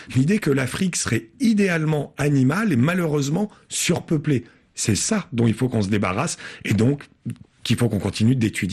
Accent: France; Moi, je suis originaire des Cévennes.

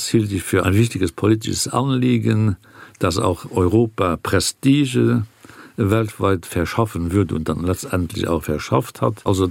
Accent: United Kingdom; German is a second language; dann muss ich sagen, als ein Brite, der den Euro gerne hätte, aber nicht darf, weil seine Regierung dagegen ist, dann kriegt auch ihr den Euro nie.

